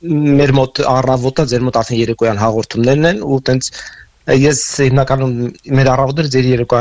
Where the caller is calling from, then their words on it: Los Angeles, California, United States; Միացյալ Նահանգներում, ես Լոս Անջելեսից եմ ձանգահարում ձեզ։